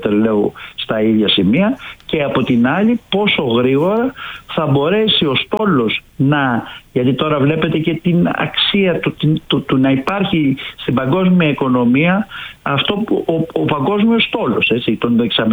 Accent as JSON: {"language": "Greek", "country": "Greece", "said": "εμείς έχουμε ένα σκοπό ως Έλληνες."}